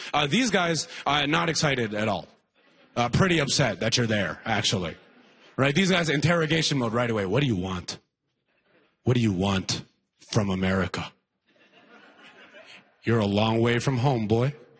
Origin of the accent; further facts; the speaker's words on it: Alberta, Canada; black people, we are vilified in a lot of places. I've had it all. After all, I grew up in Alberta.